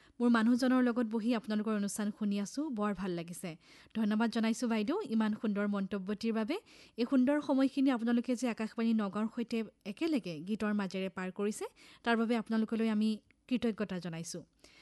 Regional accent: Assam, India; আৰু আমি যিহেতু অসমীয়া, গতিকে অসমীয়া গীতৰ প্ৰতি আমাৰ এটা বেলেগ ধৰণৰ টান আছে, নহয় জানো?

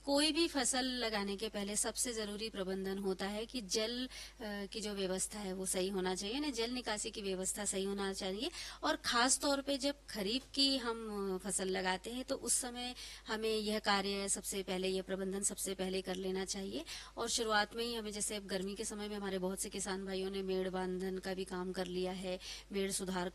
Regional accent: Madhya Pradesh, India; हमारे बैतूल जिले में

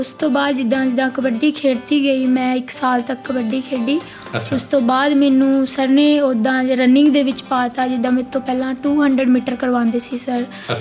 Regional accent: Fazilka district, Punjab, India; born there; ਸੀਤੋਗੁਨੋ ਪਿੰਡ ਵਿੱਚ ਹੀ ਮੇਰਾ ਜਨਮ ਹੋਇਆ

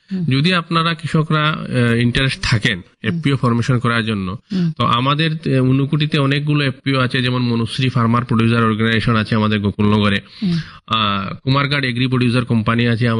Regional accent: Tripura, India; যেমন তো আমাদের ত্রিপুরা রাজ্যে বাঁশের অনেক স্পেসিস আছে

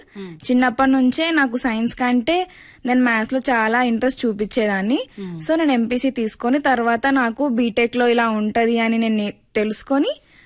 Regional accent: Adilabad, Telangana, India; మాది ఆదిలాబాద్.

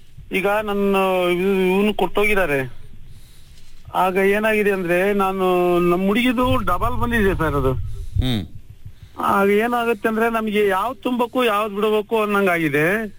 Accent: Hanumanthapura, Karnataka, India; ನಾವು ಹನುಮಂತಾಪುರ ಸರ್, ಜಗಳೂರು ತಾಲೂಕಿನವರು.

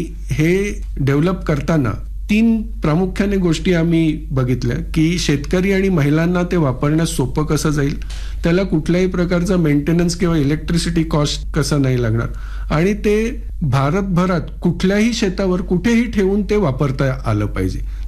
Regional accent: Maharashtra, India; आमचं गाव मुंबईपासून जवळ असल्याने नेहमी आम्ही गावाशी आणि शेतीशी जुळून राहिलो

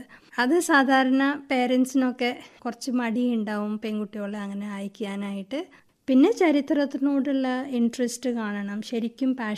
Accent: Gujarat, India; ഞാൻ ജനിച്ച് വളർന്നത് ഗുജറാത്തിലാണ്.

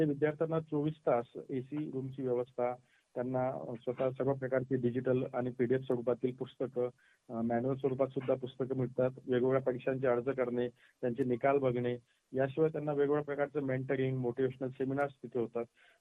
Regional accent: Kumgaon, Maharashtra, India; born there; मी सुद्धा एका बुलढाणा जिल्ह्यातील नांदुरा तालुक्यातील कुमगाव सारख्या छोट्याशा खेड्यात जन्माला आलो. माझ्या घरची परिस्थिती अत्यंत हलाकीची होती

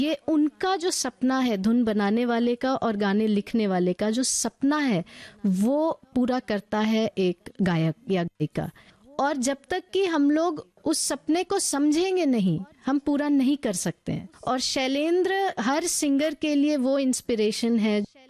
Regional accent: Bihar, India; हम क्योंकि बिहार से हैं

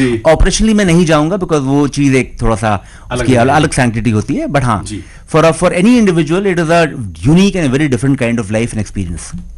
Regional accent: Lucknow, Uttar Pradesh, India; जी मैं मूलतः लखनऊ का रहने वाला हूं and I come from academically oriented family

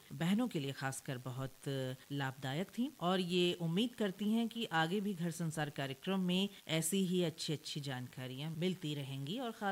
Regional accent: Uttarakhand, India; accent: Kumaoni; कुमाऊनी देखिए मीठी हमारी बोली है।

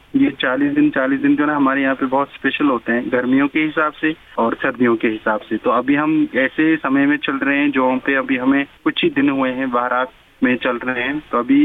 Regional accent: Jammu and Kashmir, India; तो हम कश्मीरी लोग भी जैसे आपके वहाँ पे आते हैं घूमने

